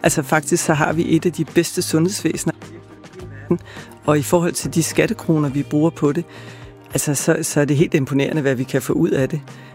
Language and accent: Danish; Bornholm, Capital Region of Denmark, Denmark; Og så er vi som Bornholmer virkelig, virkelig taknemmelige.